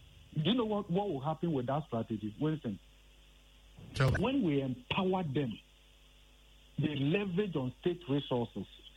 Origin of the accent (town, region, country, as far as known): Ghana